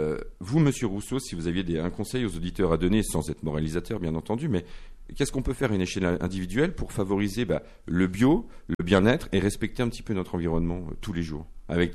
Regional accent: Nancy, Grand Est, France; Moi, je viens de Nancy, de la ville, ça marchait très bien.

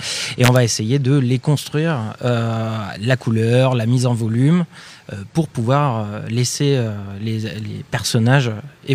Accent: Troyes, Grand Est, France; moved away; je suis troyen à la base.

